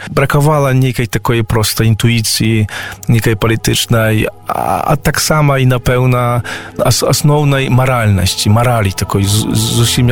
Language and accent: Belarusian; Poland; мы, беларусы, робим, то, что мы, как беларусы, ведаем про эти послевоенные подеи, это ничего не обозначает покуль. Это наша память меньшости у Польши